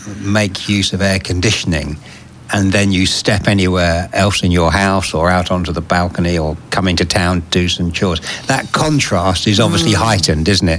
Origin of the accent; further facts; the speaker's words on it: United Kingdom; moved away as an adult; now in Crete, Greece; as a Brit